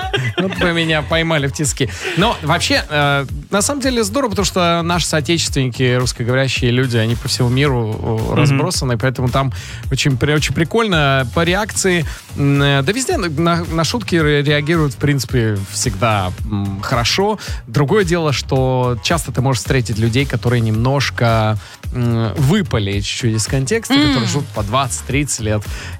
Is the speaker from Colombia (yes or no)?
yes; Colombia; Russian is a second language; now in Moscow, Russia; я там, из Колумбии